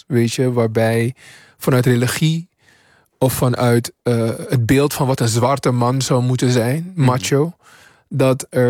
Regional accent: Suriname; Toen ik in Suriname opgroeide op de middelbare school, ging het vooral over zijn taal

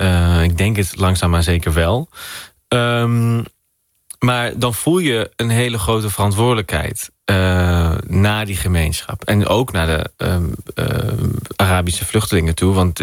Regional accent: Morocco; also born or lived in Netherlands; Toen ik denk, maar ik ben ook Marokkaans.

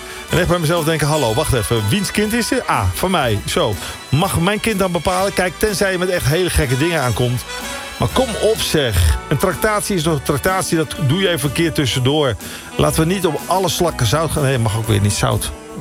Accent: Amsterdam, North Holland, Netherlands; now in Veluwe, Netherlands; En ik ben echt een jongen ondertussen van het platteland geworden. Ik ben wel opgegroeid in Amsterdam-West. Maar ik heb langer gewoond op de Veluwe.

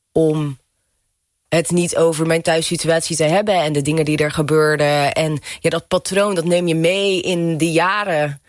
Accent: Goes, Zeeland, Netherlands; also born or lived in Borssele; Ik ben geboren in Goes. Het eerste jaar van mijn leven heb ik in Borselen gewoond. Toen zijn we naar Goes verhuisd.

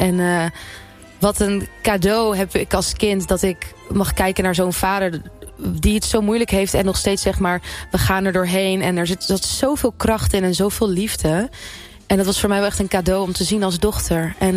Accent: Bunnik, Utrecht, Netherlands; ik kom uit Bunnik, dat ligt net naast Utrecht.

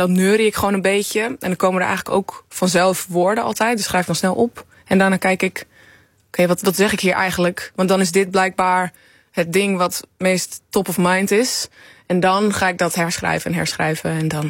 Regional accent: Amsterdam, North Holland, Netherlands; born there; ik kom zelf uit, ik ben zelf geboren in Amsterdam. En mijn vader heeft me wel al Fries opgevoed.

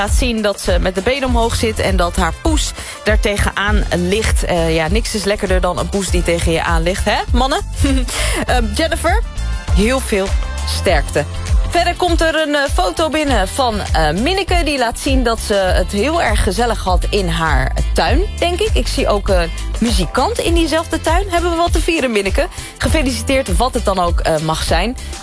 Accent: Iran; Mijn hart huilt zelf ook voor het Midden-Oosten, onder andere omdat ik zelf uit Iran kom.

